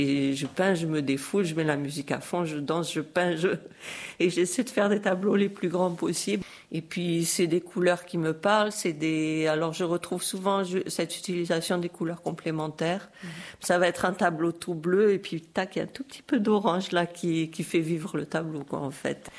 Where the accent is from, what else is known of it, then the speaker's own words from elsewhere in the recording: Morocco; moved away; J'ai grandi au Maroc